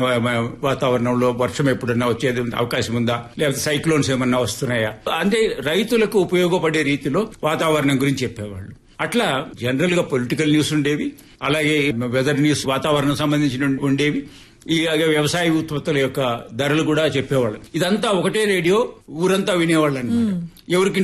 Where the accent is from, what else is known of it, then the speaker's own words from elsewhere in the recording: Kadapa, Andhra Pradesh, India; నేను ఇంకా స్కూల్లో ఉండగానే మొట్టమొదటిసారి కడపలో కూడా మా నేటివ్ ప్లేస్ లో రిలే స్టేషన్ పెట్టారు, రేడియో స్టేషన్.